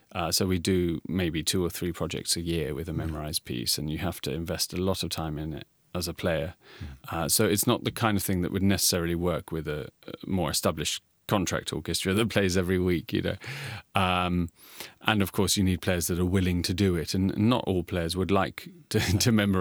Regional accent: England, United Kingdom; I mean, I'm English, I come from England.

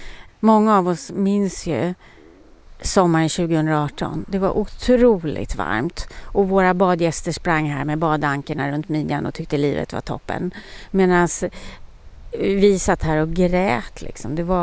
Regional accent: Stockholm, Stockholm County, Sweden; moved away; Men jag är från Stockholm.

